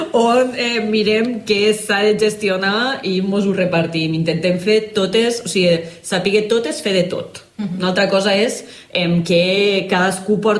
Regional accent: Amposta, Catalonia, Spain; now in Tarragona, Spain; I jo soc d'Amposta.

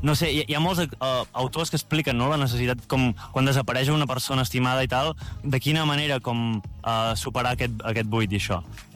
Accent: Vic, Catalonia, Spain; sóc de Vic

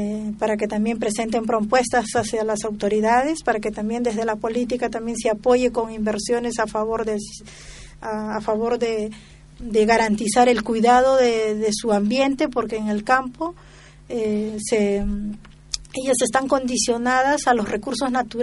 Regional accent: Peru

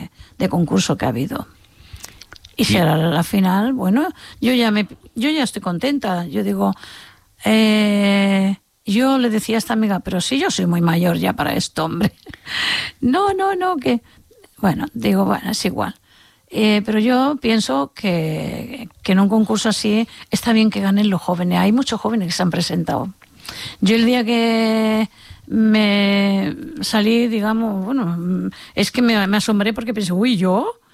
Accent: La Línea de la Concepción, Andalusia, Spain; now in Catalonia, Spain; yo soy de Cádiz, de La Línea... Y dicen que allí hay un arte para esto.

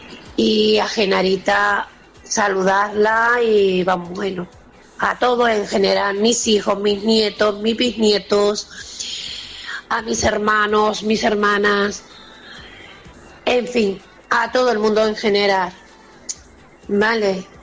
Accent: Santa Lucía, Canary Islands, Spain; de Santa Lucía y... A ver... Hace mucho calor.

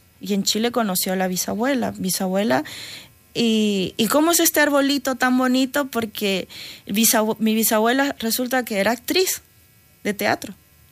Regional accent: Peru; now in Spain; No soy catalana. No soy catalana, soy peruana, porque pasa que, a ver, yo creo que tengo...

